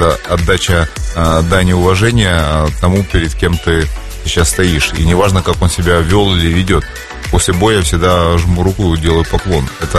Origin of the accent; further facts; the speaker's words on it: Kharkiv, Kharkiv Oblast, Ukraine; Нет, на самом деле, я родом из Советского Союза, из Украины, из города Харьков.